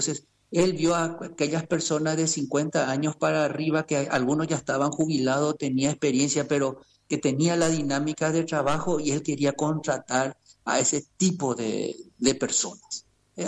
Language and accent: Spanish; Pilar, Ñeembucú, Paraguay; moved away; yo soy de Pilar y nací con manufactura Pilar